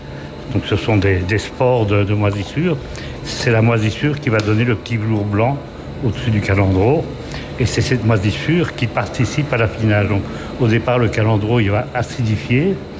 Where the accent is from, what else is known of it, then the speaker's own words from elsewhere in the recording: Bastogne, Wallonia, Belgium; born there; also born or lived in Digny; now in Condroz, Belgium; Je suis, comme beaucoup de Belges, nulle part. Hein. Je suis flamand d'origine, né à Bastogne. J'habitais longtemps à Digny. Et bah, on a adopté le Condro quand je me suis marié, la première fois.